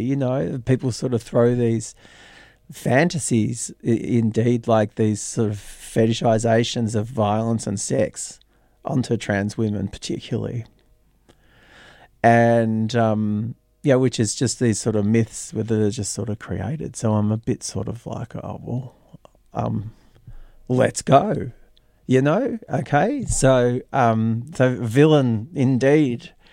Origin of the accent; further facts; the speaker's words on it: Melbourne, Victoria, Australia; I'm born and bred in Melbourne, Boonerong country, and living on Wurundjeri country.